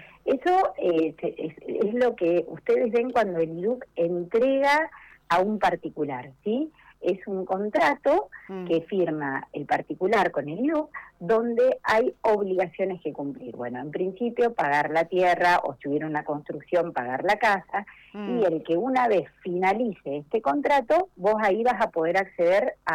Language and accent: Spanish; Santa Cruz, Argentina; como argentina y como santacruceña